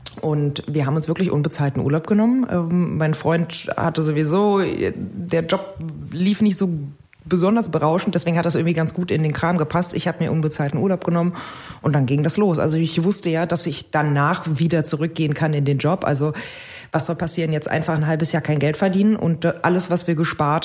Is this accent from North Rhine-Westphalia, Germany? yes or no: no; Berlin, Germany; Aber ich bin einfach eine dumme Berlinerin